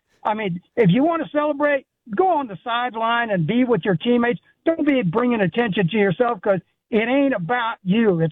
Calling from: Florida, United States; I'm calling from Florida

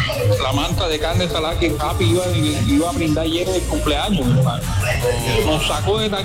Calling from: Montería, Córdoba, Colombia; Yo escucho Olímpica en serio en Montería.

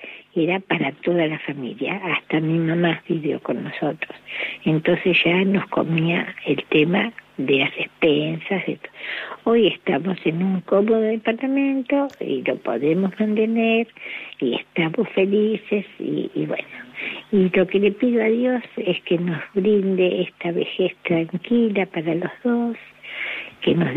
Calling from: Mar del Plata, Buenos Aires Province, Argentina; Somos socios del Hospital de la Comunidad, que acá en Mar del Plata es lo mejor que hay, dentro de lo que da jubilados.

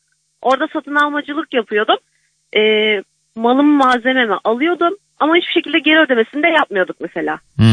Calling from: Balıkesir, Turkey; Balıkesir'den arıyorum.

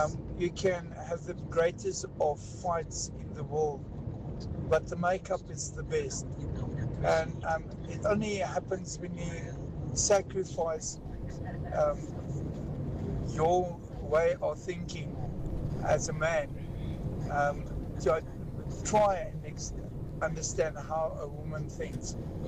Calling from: Western Cape, South Africa; I'm from the West Coast here in Frederiksberg area.

